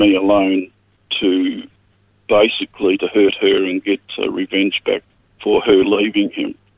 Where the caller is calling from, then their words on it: Narrogin, Western Australia, Australia; Little town called Narrogin, about 2 hours southeast of Perth in WA.